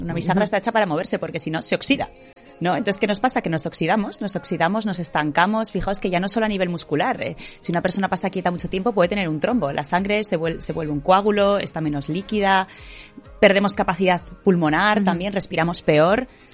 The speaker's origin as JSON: {"language": "Spanish", "region": "Basque Country", "country": "Spain", "said": "en mi tierra, en el País Vasco"}